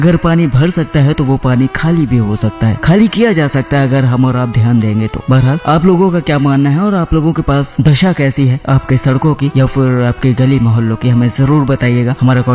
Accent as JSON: {"language": "Hindi", "town": "Bhiwadi", "region": "Rajasthan", "country": "India", "said": "मैं ऐसी जगह से बिलोंग करता हूँ, मतलब हूँ भिवाड़ी से ही, लेकिन यहाँ पर ना तो किसी प्रशासन की नजर पड़ती है, ना किसी सिस्टम की नजर पड़ती है"}